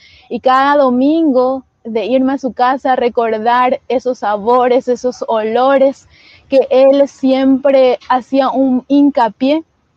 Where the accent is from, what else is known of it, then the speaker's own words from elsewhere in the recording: Chaco, Paraguay; del Chaco Paraguayo.